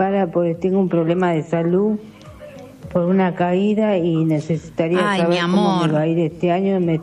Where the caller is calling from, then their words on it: Buenos Aires, Argentina; Acá en Villa Crespo.